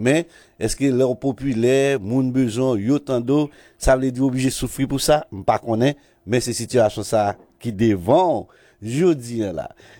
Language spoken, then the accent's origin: French; Haiti; mais en tant qu'haïtien, m'a dit dans tête moi t'es doit faire au moins match nul ou bien t'es de battre équipe Écosse là.